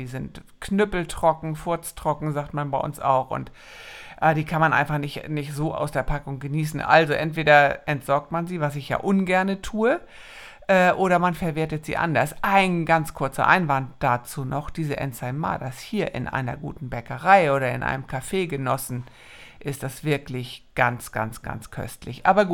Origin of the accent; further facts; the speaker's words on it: Northern Germany, Germany; Bei uns in Norddeutschland heißen die Kopenhagener oder Wiener Brühe heißen die in Dänemark.